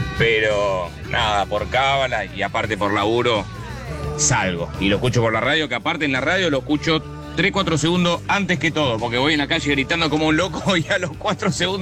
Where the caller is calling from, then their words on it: Quilmes, Buenos Aires Province, Argentina; de Quilmes